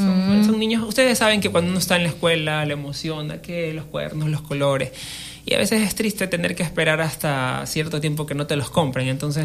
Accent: Quevedo, Los Ríos, Ecuador; soy de Quevedo

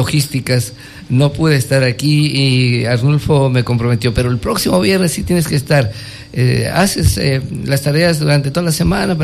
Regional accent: Ecuador; la decepción que teníamos como ecuatorianos

